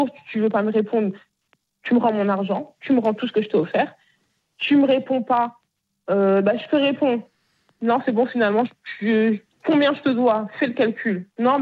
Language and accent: French; Bagneux, Île-de-France, France; Parce que moi, je viens de Bagneux.